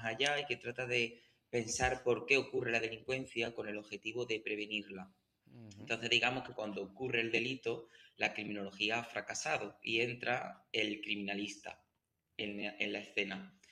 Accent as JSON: {"language": "Spanish", "region": "Andalusia", "country": "Spain", "moved": "as an adult", "said": "quería irme de mi pueblo. Yo soy de un pueblo de Jaén"}